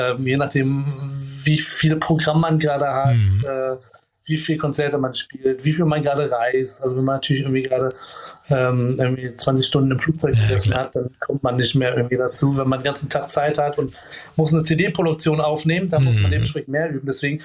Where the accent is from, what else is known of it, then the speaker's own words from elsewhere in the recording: Göttingen, Lower Saxony, Germany; Göttingen.